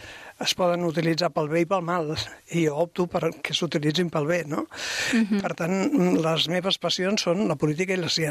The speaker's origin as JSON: {"language": "Catalan", "town": "Mollet del Vallès", "region": "Catalonia", "country": "Spain", "said": "per al Mollet, poble que hi ha dintre de la ciutat actual"}